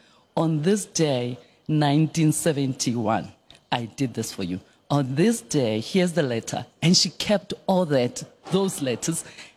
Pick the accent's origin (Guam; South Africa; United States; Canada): South Africa; Atteridgeville, Gauteng; born there; So I was born in Atteridgeville. In a very big family, my grandmother's home, we were all living there.